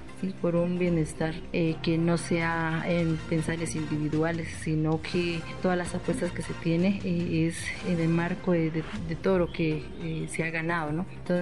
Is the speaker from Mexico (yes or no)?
no; Colombia; somos pueblos indígenas, pero somos colombianos y tenemos los mismos derechos que cualquier otros colombianos.